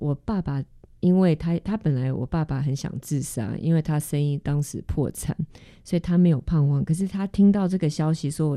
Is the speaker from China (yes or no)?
no; South Korea; moved away; also born or lived in Switzerland / United States; 当时呢, 我是韩国人